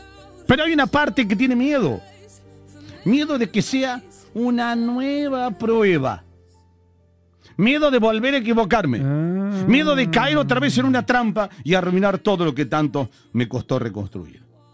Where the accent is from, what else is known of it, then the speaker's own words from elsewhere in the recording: Bell Ville, Córdoba, Argentina; Está bien, yo soy de Belleville, ¿viste? Soy medio del campo, soy medio, qué sé yo, todavía, ¿viste?